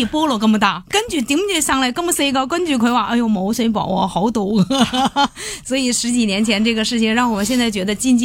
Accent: China; moved away as an adult; now in Hong Kong; 你知道我作为一个内地人，刚刚来到香港，因为我们在内地都要找正宗的港式茶餐厅。

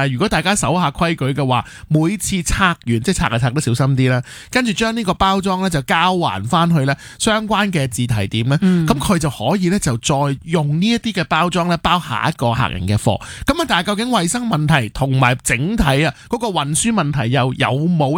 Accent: Hong Kong; 亦都包括咧我哋香港人咧都好认识嘅几个龙头品牌啦。

